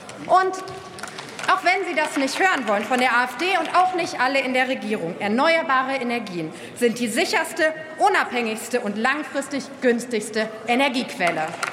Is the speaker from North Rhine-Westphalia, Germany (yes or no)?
yes; North Rhine-Westphalia, Germany; Ich komme selber aus Südwestfalen, einer Region, die wirklich vom industriellen Mittelstand lebt.